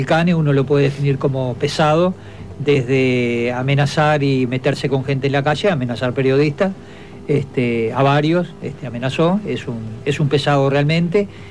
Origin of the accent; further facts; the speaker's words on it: Maldonado, Uruguay; para quienes somos de acá, de la Gorgorita.